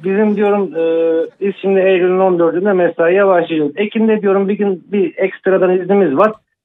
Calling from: Bolu, Turkey; Ben Bolu Merkez.

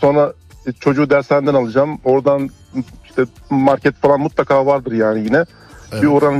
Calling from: Antalya, Turkey; Antalya'dan.

